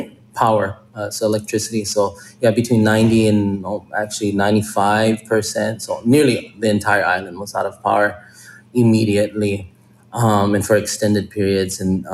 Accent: Kauai, Hawaii, United States; born there; a lot of people who were born and raised on Kauai

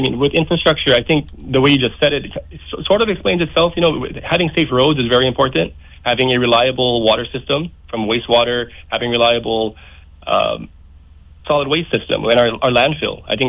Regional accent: Hawaii, United States; So, yeah, Kauai is very important to me. I'm born and raised on Kauai. Fourth generation.

